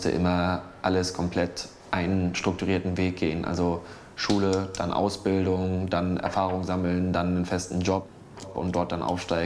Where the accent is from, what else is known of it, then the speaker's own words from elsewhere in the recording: East Germany, Germany; now in Hamburg, Germany; Ich bin Ossi und rede gar nicht mit so einem komischen Dialekt.